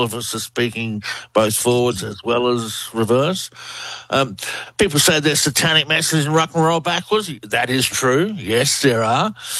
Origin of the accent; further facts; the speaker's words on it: Australia; which I thought was quite ironic because I'm from the Outback.